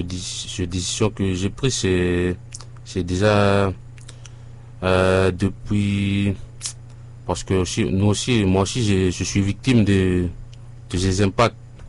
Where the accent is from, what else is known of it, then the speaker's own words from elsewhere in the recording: Santo, Sanma, Vanuatu; Je suis originaire de Santo, dans le village de Porlerie. Je suis un étudiant à l'Université nationale de Vanuatu.